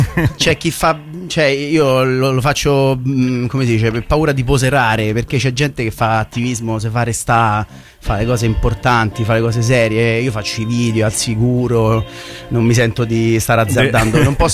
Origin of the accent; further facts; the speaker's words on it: Rome, Lazio, Italy; vengo dalla palude di Colli Aniene, Roma Est.